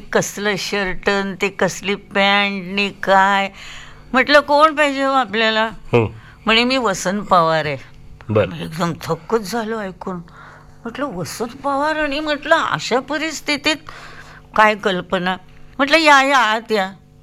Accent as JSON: {"language": "Marathi", "town": "Kolhapur", "region": "Maharashtra", "country": "India", "said": "मी आहे कोल्हापूरची."}